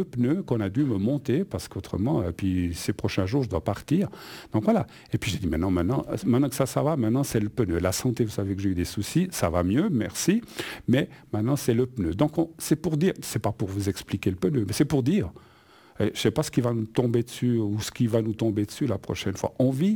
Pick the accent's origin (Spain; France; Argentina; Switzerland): Spain; je suis espagnol, donc vous devez imaginer, catholique